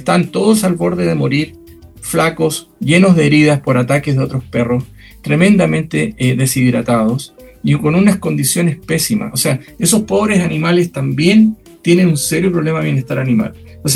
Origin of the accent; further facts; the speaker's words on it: Chile; also born or lived in England / United States; somos los chilenos que no tenemos la costumbre de cuidar a nuestros animales y hacernos responsables de lo que ellos hagan. Yo viví fuera de Chile, en Inglaterra y en Estados Unidos